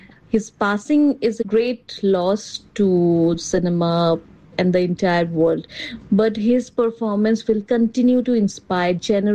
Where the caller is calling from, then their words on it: West Bengal, India; I'm calling from West Bengal, India.